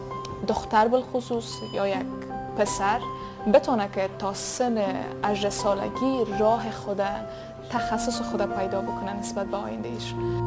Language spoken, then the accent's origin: Persian; Afghanistan; بلخص از جایم که در خود افغانستان هستم، چون که هم نوم در خود وطنم هستن